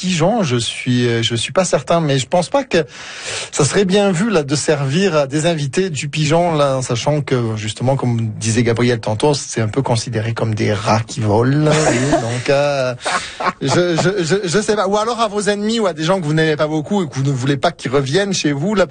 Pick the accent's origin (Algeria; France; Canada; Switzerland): France; Je suis français comme vous. J'ai passé beaucoup de temps à Aix-en-Provence, là où j'ai fait mes études